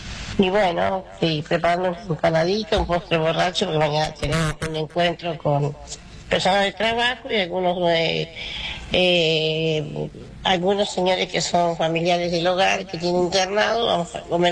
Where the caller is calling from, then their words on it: Santiago del Estero, Argentina; de Cerro, Santiago del Estero.